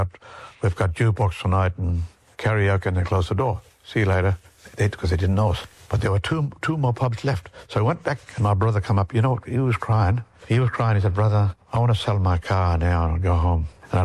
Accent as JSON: {"language": "English", "region": "South Australia", "country": "Australia", "said": "we're from South Australia."}